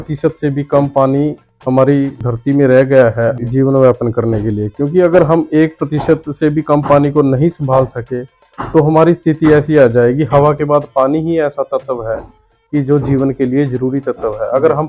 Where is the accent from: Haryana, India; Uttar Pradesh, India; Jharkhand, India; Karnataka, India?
Haryana, India; Ambala; और गांव के जो हमारे अम्बाला के निवासी हैं, मैं उनको ये कहना चाहता हूँ